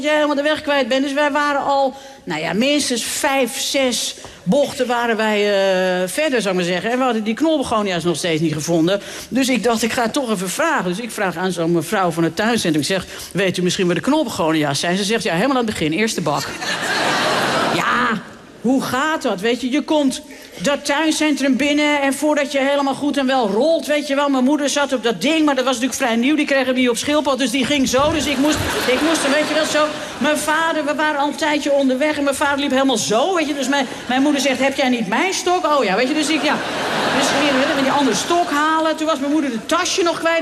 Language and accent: Dutch; Haarlem, North Holland, Netherlands; want vroeger bij ons in Haarlem-Noord, serieus, dan kon je gewoon vanuit de achtertuin kon je op de weilanden met de koeien kijken.